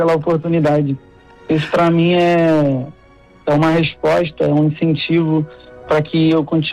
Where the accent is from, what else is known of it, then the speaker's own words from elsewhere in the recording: Arraial do Cabo, Rio de Janeiro, Brazil; moved away; eu sou natural de Arraial do Cabo, Rio de Janeiro, mais conhecido como Morro da Coca-Cola. É uma favela onde eu morava no Brasil, onde não se existe oportunidade, né? Onde tudo é mais difícil